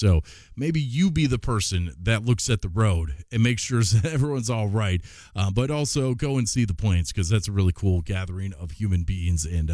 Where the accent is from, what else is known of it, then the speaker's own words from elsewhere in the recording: Wisconsin, United States; I grew up here in Northeast Wisconsin. I grew up like three blocks away from this radio station, to be exact.